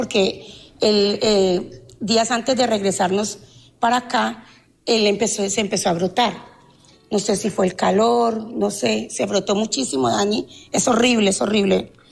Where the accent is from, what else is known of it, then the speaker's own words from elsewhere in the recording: Palmira, Valle del Cauca, Colombia; also born or lived in Cali; te cuento que pues yo soy de Cali, pero me crié en la ciudad de Palmira.